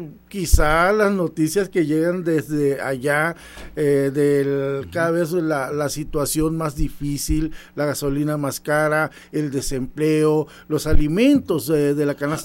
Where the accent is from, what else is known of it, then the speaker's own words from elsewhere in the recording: Mexico; como mexicanos pues estamos valorando más el suelo propio